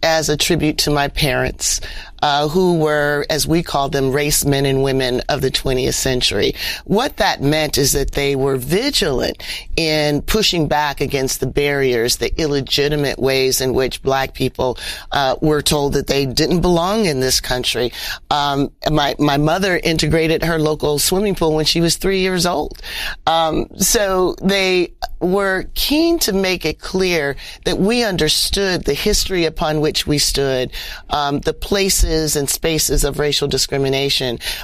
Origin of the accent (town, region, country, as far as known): Canton, Ohio, United States; born or raised there